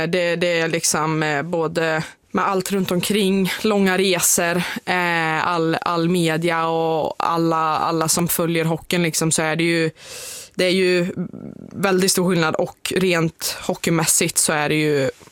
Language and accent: Swedish; Skövde, Västra Götaland County, Sweden; Nej, men det är väl familj och vänner hemma i Skövde.